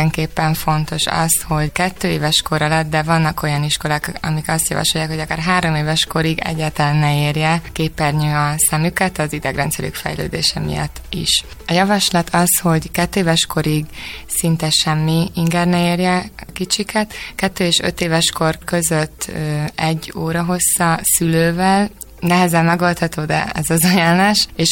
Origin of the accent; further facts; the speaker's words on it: Cegléd, Pest, Hungary; Én Cegléden nevelkedtem